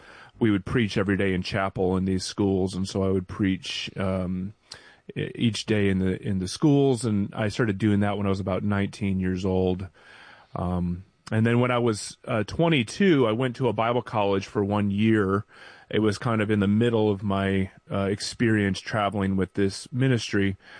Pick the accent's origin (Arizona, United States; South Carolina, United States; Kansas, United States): South Carolina, United States; also born or lived in Wisconsin; I was born in Wisconsin, and then we moved to South Carolina when I was about 10.